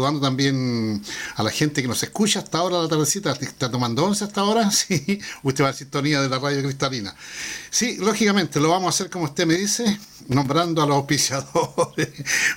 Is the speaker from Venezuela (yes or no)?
no; Colbún, Maule, Chile; Soy de Colbún. Bueno, lógicamente somos todos de Colbún, ¿eh?